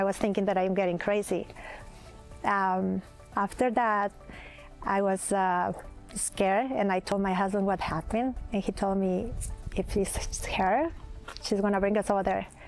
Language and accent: English; Mexico; now in Dallas, United States; I'm living in Dallas, Texas, but I'm from Mexico.